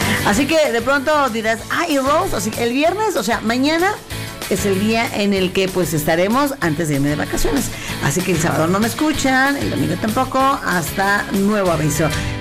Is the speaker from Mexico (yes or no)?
yes; Mexico; qué bonito ser mexicanos.